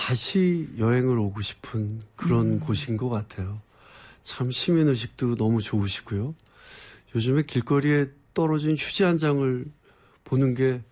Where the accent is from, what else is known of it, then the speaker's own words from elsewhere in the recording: Seoul, South Korea; 저는 뭐 서울에서 기자님 말씀하셨듯이 태어나고 서울에서 학교를 다 다녔고요. 서울에서 자라면서 이 추억도 굉장히 많고요.